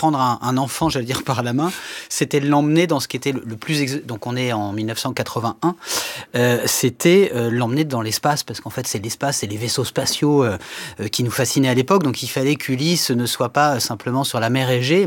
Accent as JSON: {"language": "French", "town": "Le Havre", "region": "Normandy", "country": "France", "tie": "born or raised there", "said": "Moi, j'ai j'ai grandi au Havre."}